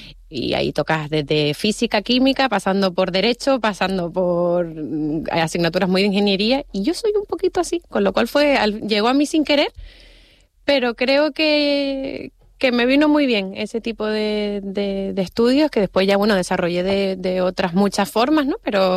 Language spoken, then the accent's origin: Spanish; Canary Islands, Spain; yo amo mi tierra, la llevo siempre por bandera, me encanta, y me permitió conocer muy bien nuestra isla